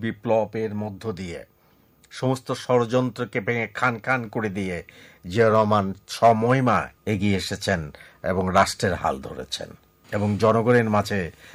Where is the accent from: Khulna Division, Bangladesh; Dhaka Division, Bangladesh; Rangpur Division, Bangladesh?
Rangpur Division, Bangladesh; Rangpur; born there; রংপুর শহরের আমাদের বাড়ি